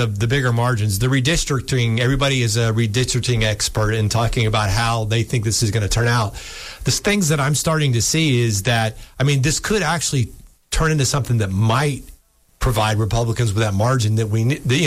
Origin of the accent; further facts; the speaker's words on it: Florida, United States; I grew up in Florida.